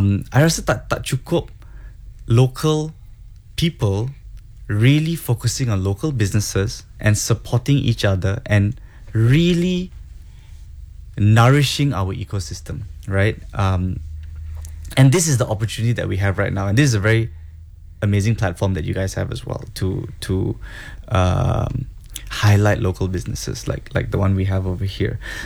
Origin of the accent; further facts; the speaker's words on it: Singapore; also born or lived in Hong Kong / Australia; I grew up in Singapore. I grew up in Hong Kong. Studied in Australia.